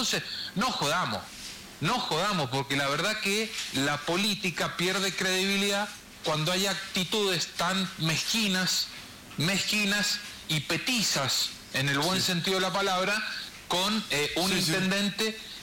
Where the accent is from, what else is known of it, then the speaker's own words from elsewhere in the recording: San Rafael, Mendoza, Argentina; esto lo digo como sanrafaelino